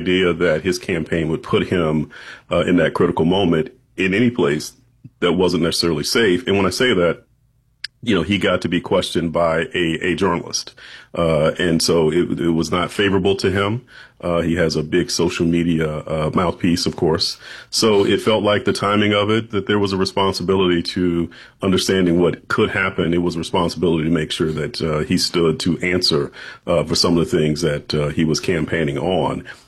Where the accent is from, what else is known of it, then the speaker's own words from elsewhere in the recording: South Carolina, United States; I'm from South Carolina. So early voting South Carolina, I was deeply steeped in politics.